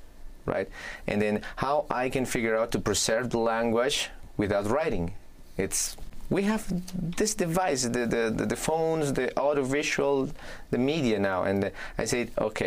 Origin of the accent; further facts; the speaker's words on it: Cusco, Peru; English is a second language; I was born in the Cusco city, but I passed my first years with my mother in the countryside. She was a teacher. She is retired, and so that's where I learned the Quechua